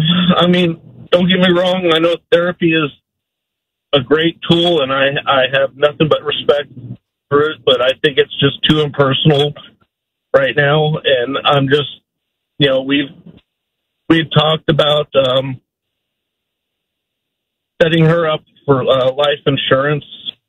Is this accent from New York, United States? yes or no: no; California, United States; moved away; We came out here from Southern California, 2005.